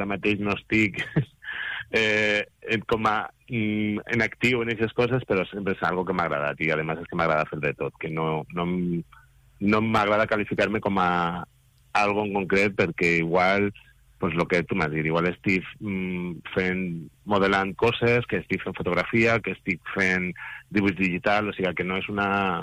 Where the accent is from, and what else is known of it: Guardamar del Segura, Valencian Community, Spain; born or raised there